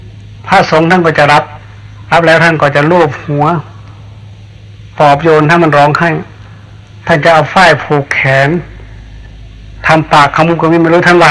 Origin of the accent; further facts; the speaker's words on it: Isan, Thailand; ตอนเด็กๆจำได้ในภาคอีสานเนี่ย